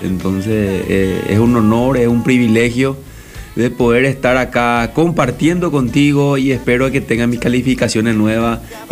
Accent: Presidente Franco, Alto Paraná, Paraguay; Sí, yo soy nacido y crecido en la ciudad de Presidente Franco. Mis padres ya son de Presidente Franco, somos pioneros en Presidente Franco.

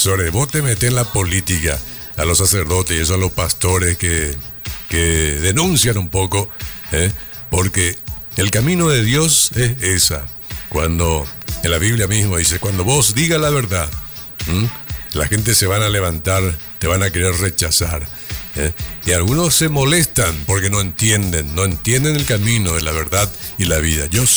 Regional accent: Paraguay; como paraguayo. Así como no podemos obviar nuestro idioma guaraní, nuestro dulce idioma guaraní

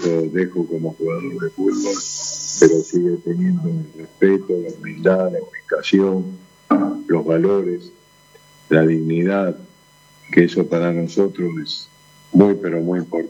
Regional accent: Argentina; por como argentino

